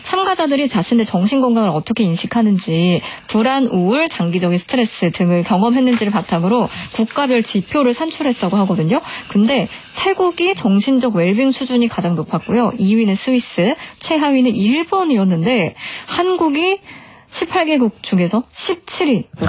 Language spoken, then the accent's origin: Korean; South Korea